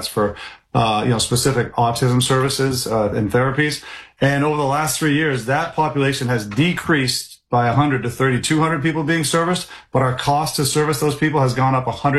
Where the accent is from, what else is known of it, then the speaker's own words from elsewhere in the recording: Maine, United States; And in southern Maine, you've got a much greater blend of more liberal Democratic focus. I'm from District 1. My wife, my family grew up here.